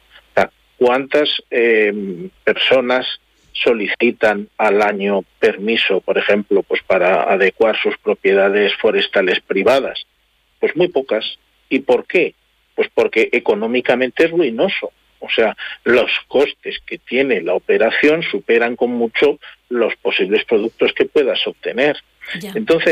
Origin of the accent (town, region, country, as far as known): Aragon, Spain